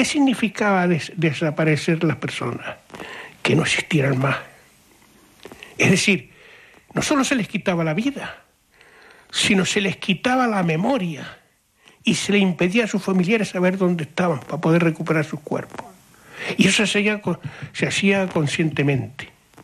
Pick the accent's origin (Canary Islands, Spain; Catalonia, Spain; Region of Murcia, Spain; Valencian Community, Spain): Canary Islands, Spain; Breña Alta; Yo recuerdo el médico de mi pueblo, la Villa de Breñalta